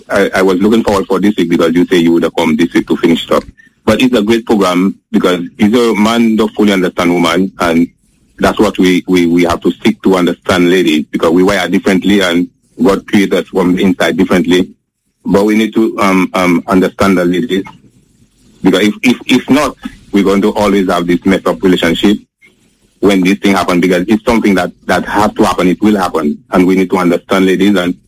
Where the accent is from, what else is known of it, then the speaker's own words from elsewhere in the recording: St. Lucia; now in Antigua and Barbuda; I'm calling from Antigua. I'm a Lucian, I'm an Adventist.